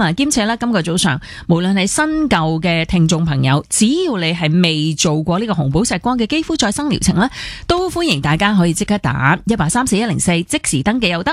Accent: China; 我哋中国人有句说话嘛，学如逆水行舟，不进啊则退。

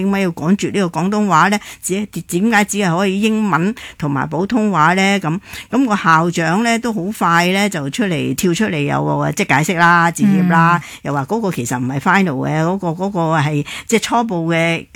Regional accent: Hong Kong; 咁我覺得作為香港人咧，個人有自己嘅睇法啦。

